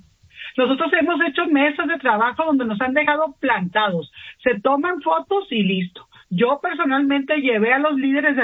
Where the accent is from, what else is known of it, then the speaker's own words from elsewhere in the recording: Sinaloa, Mexico; trabajamos sentados, porque así somos los sinaloenses, de frente, para trabajar y contribuir.